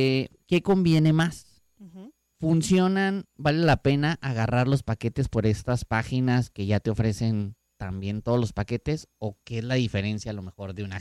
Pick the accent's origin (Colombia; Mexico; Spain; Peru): Mexico; somos mexicanos, estamos acostumbrados a hacerlo.